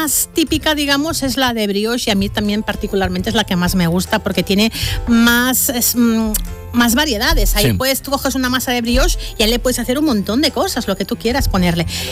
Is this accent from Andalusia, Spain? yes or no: no; Catalonia, Spain; Yo soy catalán.